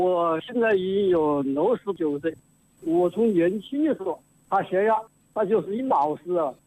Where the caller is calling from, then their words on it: Honghu, Hubei, China; 我现在已经有69岁，我是洪湖黄家口镇人